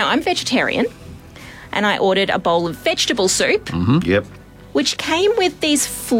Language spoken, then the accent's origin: English; Australia; I'm Australian.